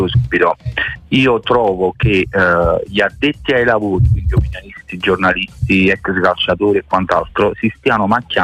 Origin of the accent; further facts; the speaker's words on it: Naples, Campania, Italy; sono napoletano